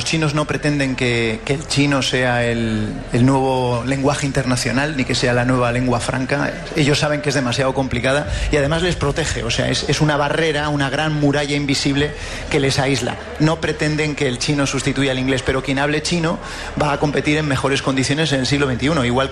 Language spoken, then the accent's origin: Spanish; Cantabria, Spain; moved away as an adult; yo, por ejemplo, vengo de Cantabria